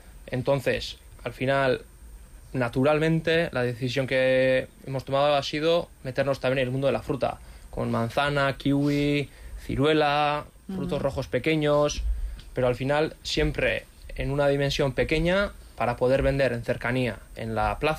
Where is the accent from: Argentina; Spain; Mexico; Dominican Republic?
Spain; Cerain, Basque Country; yo soy de Cerain, de la comarca del Goierri. Allí todo es fábrica, todo es industria. En el Goierri, en el sector primario, pues a una docena llegaremos. Una docena de explotaciones profesionales.